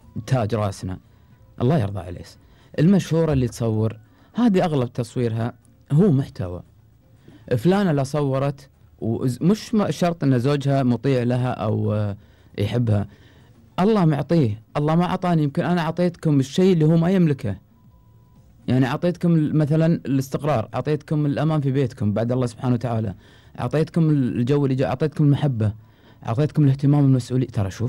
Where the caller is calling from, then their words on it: Qatar; عندنا في قطر